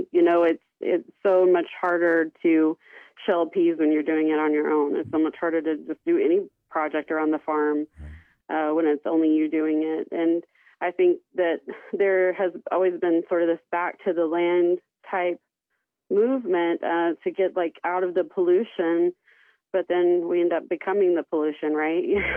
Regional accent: Oklahoma, United States; now in Flint Hills, Kansas, United States; I'm from Oklahoma, down at the Citizen Potawatomi Nation, south of Shawnee, Fire Lake.

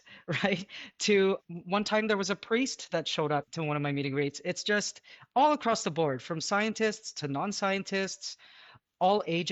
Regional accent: Canada; born or raised there; now in Philippines

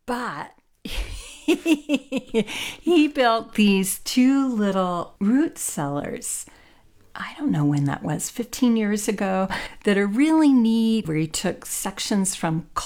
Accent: Kentucky, United States; moved away as an adult; also born or lived in Massachusetts; now in Durango, United States; I grew up in Western Kentucky

